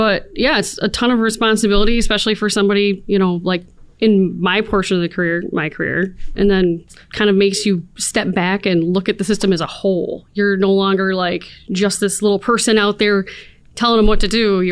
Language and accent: English; New York, United States; Born and raised in the Southern Tier. I grew up actually down in Allegheny County, which I think is the farthest south you could get from this office.